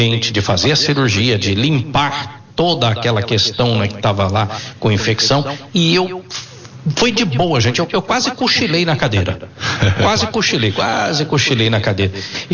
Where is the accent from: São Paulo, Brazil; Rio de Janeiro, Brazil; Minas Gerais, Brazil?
Minas Gerais, Brazil; Nós somos mineiros, né, doutor? Gostamos de uma barriguinha de porco.